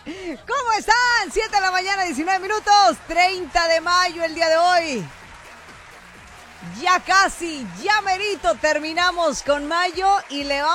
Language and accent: Spanish; Mexico; Porque todo, porque somos mexicanos, ¿verdad?